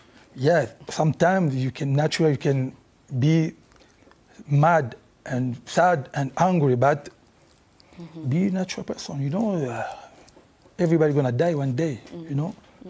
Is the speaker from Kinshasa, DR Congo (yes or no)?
yes; Kinshasa, DR Congo; English is a second language; I never grew up, I never speak Swahili when I grew up in Kinshasa, I speak just Lingala, a little bit French.